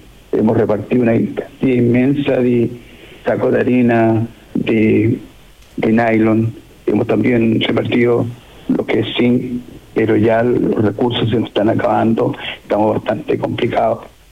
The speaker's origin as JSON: {"language": "Spanish", "town": "La Ligua", "region": "Valparaíso", "country": "Chile", "tie": "born or raised there", "said": "Bueno, yo soy nacido y criado acá en La Ligua, soy liguano, liguano, porque acá nos diferenciamos cuando uno nace en La Ligua, el liguano"}